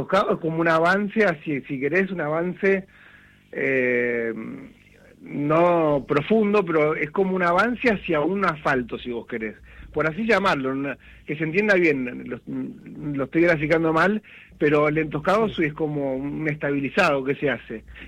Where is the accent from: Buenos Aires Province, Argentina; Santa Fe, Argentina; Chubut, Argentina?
Buenos Aires Province, Argentina; Junín; Sí, bueno, yo por ejemplo, yo soy acá de Junín. Sí. Acá en Junín, dentro de todo, me ha pasado de cuando llueve, salís, sí, pero vas a Pergamino